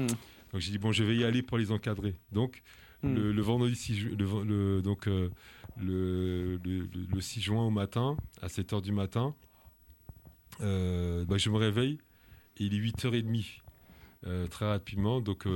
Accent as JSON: {"language": "French", "country": "France", "tie": "born there", "also_born_or_lived": "Guadeloupe", "said": "je suis un Guadeloupéen, je suis né en France. Donc, je suis né en France avec les valeurs liberté, égalité, fraternité. Je suis d'origine guadeloupéenne avec les valeurs de solidarité, d'humanisme."}